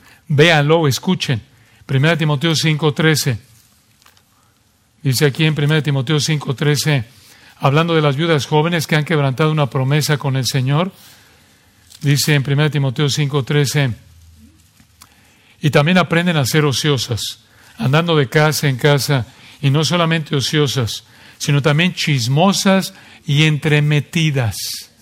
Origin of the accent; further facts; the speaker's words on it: Mexico; moved away; como cuando éramos niños allí en México